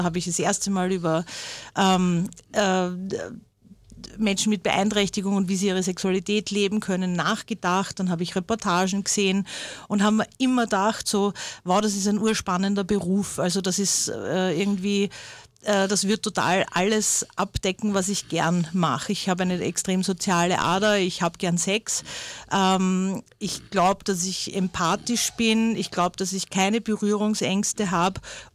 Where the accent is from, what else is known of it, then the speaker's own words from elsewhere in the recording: Vienna, Austria; Ich bin eben aus Wien